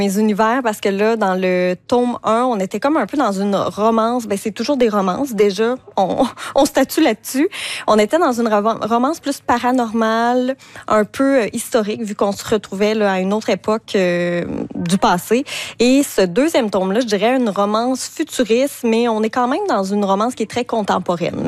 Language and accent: French; Le Bic, Quebec, Canada; Et moi, j'habite au Bic, je viens du Bic aussi, ma mère vient du Bic.